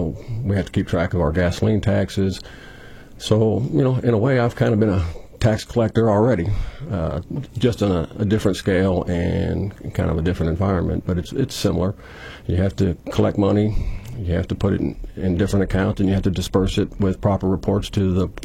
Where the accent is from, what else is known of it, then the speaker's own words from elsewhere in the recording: Hillsboro, Missouri, United States; moved away as an adult; now in Terre du Lac, United States; Originally, I grew up in Hillsboro. I moved down here 26 years ago. I've lived in Terdelac for all that time.